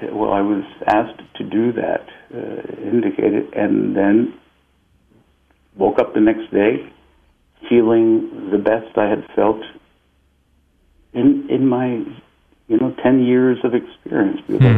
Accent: Peru; English is a second language; moved away as an adult; now in United States; For I was born in Peru and lived continuously there until I was 18 when I came to the United States, and then returned every year to continue my apprenticeship 2 to 3 months a year with Don Celso in Salas.

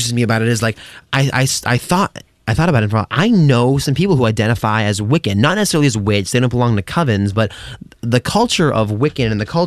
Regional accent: Massachusetts, United States; especially for someone who's a native of Massachusetts. I was born near Salem and Beverly, and I don't know.

